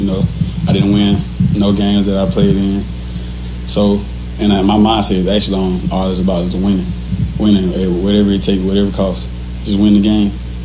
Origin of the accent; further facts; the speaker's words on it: Mississippi, United States; I'm from Mississippi. So, like, I've been watching that moment my entire life.